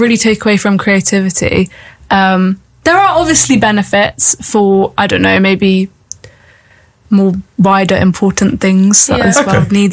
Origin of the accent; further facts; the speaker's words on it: Plymouth, South West England, United Kingdom; Yeah, so I'm 19 years old. I am from Plymouth, born and bred, still live in Plymouth.